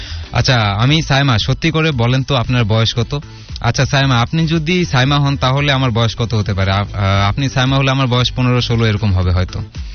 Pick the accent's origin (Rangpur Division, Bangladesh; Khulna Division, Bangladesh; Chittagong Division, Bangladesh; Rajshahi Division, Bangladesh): Rangpur Division, Bangladesh; Rangpur; রংপুর থেকে, আমাদের এখানে অনেক রোদ।